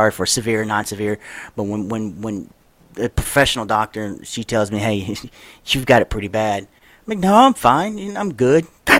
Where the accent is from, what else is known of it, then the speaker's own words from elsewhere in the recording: Louisiana, United States; When I grew up down here in Louisiana, where I'm from, I grew up in trailers all my life.